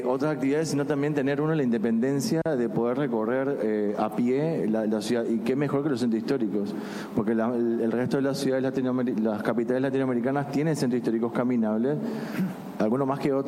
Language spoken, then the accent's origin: Spanish; Uruguay; moved away as an adult; Yo como extranjero vivo hace 10 años, yo soy uruguayo y vivo hace 10 años acá